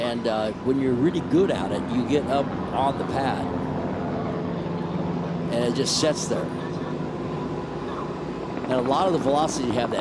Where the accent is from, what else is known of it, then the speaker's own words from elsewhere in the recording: Florida, United States; Born and raised in Central Florida, electrical contractor.